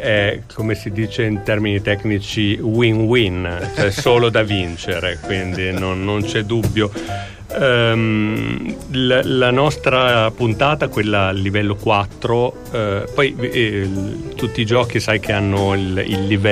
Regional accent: Milan, Lombardy, Italy; also born or lived in Bologna

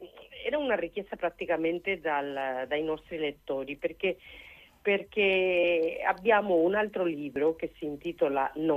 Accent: Spain; io sono spagnola

